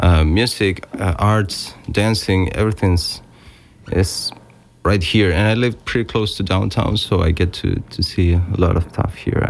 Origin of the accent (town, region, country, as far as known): Córdoba, Argentina; English is a second language; also born or lived in Mexico / United States / Spain